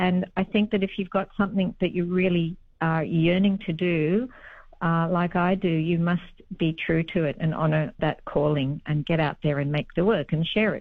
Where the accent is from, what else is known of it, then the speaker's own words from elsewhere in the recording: Australia; I'm a Jewish artist. I'm a Jewish Australian artist. I'm Jewish Australian with European origins.